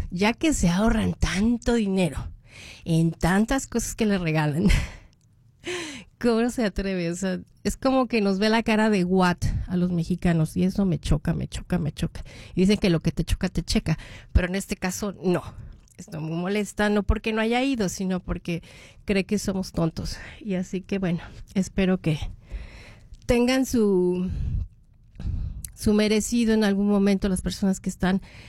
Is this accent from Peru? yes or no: no; Mexico; Los que somos mexicanos estamos muy orgullosos de que llegan a los cuartos de final